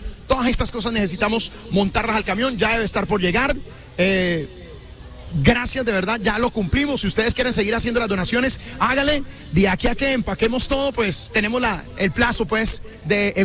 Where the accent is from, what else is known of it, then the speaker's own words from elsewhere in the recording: Meta, Colombia; now in Villavicencio, Colombia; siento mucho, pero mucho orgullo de la gente de mi tierra, de ustedes, de los llaneros.